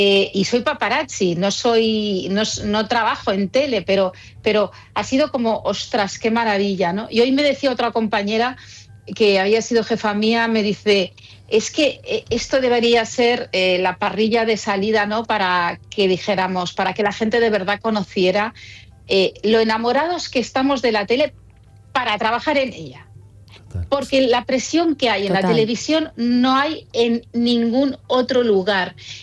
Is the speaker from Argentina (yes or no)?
no; Catalonia, Spain; now in Madrid, Spain; Mira, yo soy catalana